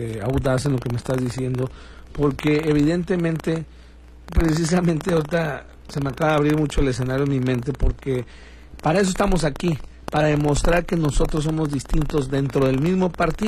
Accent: Acapulco, Guerrero, Mexico; pues nosotros somos de acá, y entonces pues yo iba y venía, teníamos la familia, teníamos los amigos, el corazón acá.

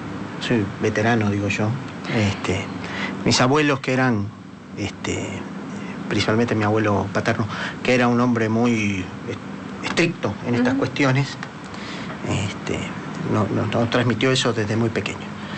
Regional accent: Uruguay

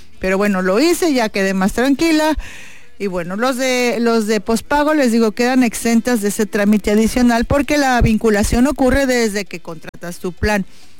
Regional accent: Mexico; soy mexicana

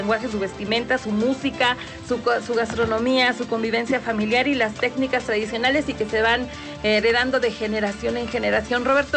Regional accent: Mexico

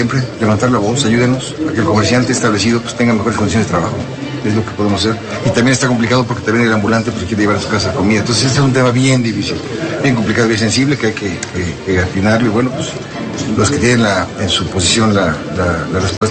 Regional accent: Puebla, Mexico

